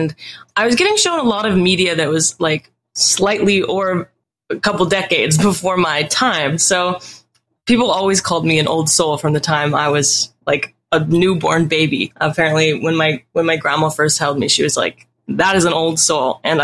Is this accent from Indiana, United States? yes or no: no; Springfield, Illinois, United States; Yeah, I grew up in a city called Springfield, Illinois. It's the capital of Illinois, but it's a relatively feels like a small town. It's like 150,000 people. And I grew up